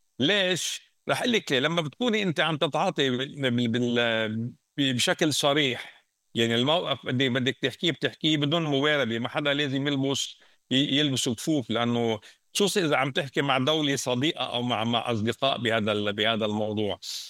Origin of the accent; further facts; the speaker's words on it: Lebanon; نحن كلبنانيين